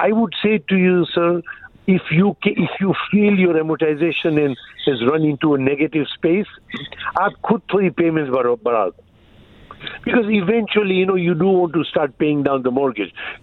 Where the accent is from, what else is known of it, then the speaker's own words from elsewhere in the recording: Tanzania; moved away; you can say I grew up in a British ruled type country. I'm actually, you'll be surprised if I tell you, I'm from East Africa. I'm from Tanzania.